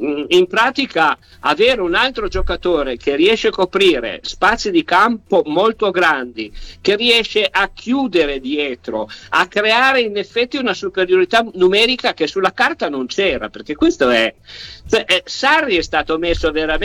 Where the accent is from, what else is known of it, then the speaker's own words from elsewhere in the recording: Turin, Piedmont, Italy; Beh, voglio dire, io sono di Torino.